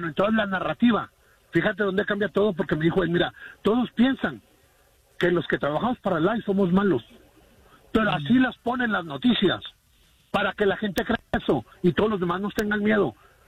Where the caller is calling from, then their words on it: United States; como yo estadounidense, de descendencia hispana